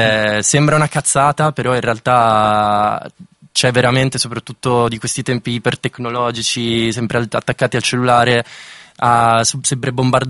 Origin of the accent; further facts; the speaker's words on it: Rimini, Emilia-Romagna, Italy; Io sono cresciuto in campagna, a Rimini, nella campagna riminese